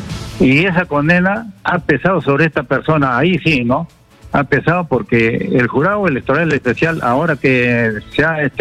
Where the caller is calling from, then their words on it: Ilo, Moquegua, Peru; Puerto Hilo